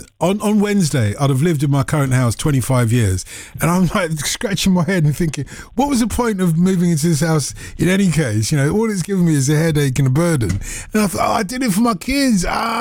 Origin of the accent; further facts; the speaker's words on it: Nigeria; Of course, I'm Nigerian, and you lie.